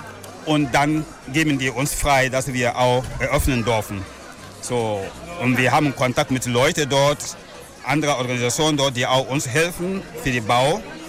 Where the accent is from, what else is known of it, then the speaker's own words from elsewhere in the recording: Centre-Sud, Burkina Faso; now in Cologne, Germany; Ich komme ja aus Burkina Faso. Es ist ein Centre S von Burkina Faso. Der Ort, Name ist Ouaregou.